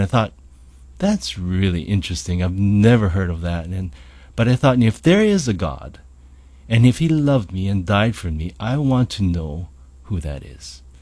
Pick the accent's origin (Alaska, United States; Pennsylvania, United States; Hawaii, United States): Hawaii, United States; Honolulu; Well, I grew up from the Valley of Manoa. I was born and raised there in a lovely valley and just enjoyed life growing up in that valley.